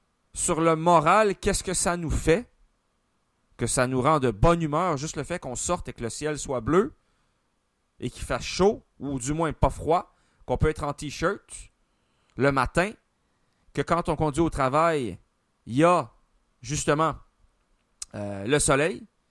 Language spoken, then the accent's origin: French; Montreal, Quebec, Canada; chez nous, à Montréal.